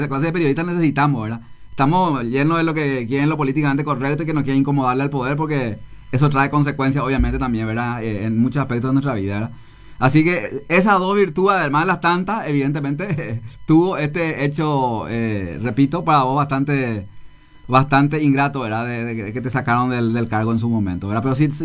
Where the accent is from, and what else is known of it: Paraguay